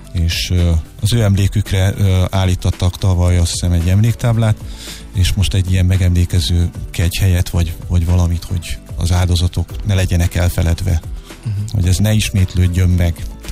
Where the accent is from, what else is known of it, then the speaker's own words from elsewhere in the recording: Hungary; itt élünk Magyarországon, magyarok vagyunk